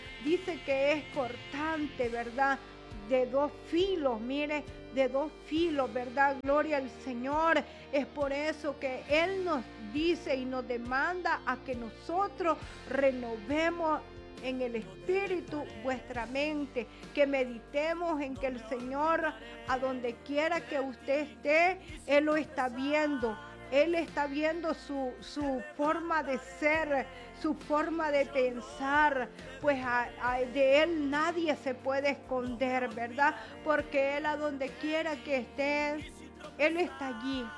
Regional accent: El Salvador; así como hablamos como buen salvadoreño

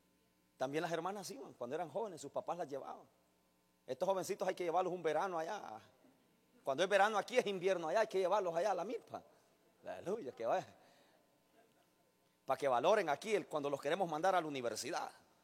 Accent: El Salvador; con la cara de salvadoreño, con la cara de pupusa de frijoles y de queso.

